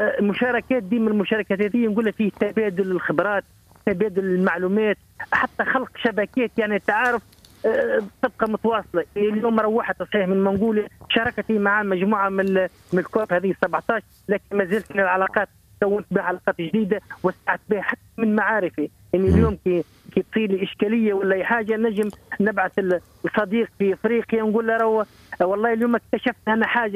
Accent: Menzel El Habib, Gabès Governorate, Tunisia; هو شرف ليا اني نكون تونسي، وشرف ليا اني نكون ولدي السقي

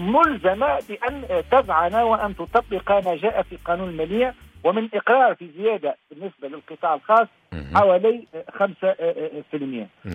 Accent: Tunisia; ما انا شعب تونسي.

